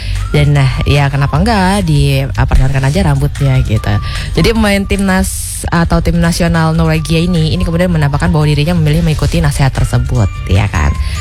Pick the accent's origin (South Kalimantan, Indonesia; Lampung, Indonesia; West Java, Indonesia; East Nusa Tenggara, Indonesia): Lampung, Indonesia; bahasa gaulnya kalau kita orang Lampung ya atau orang Indonesia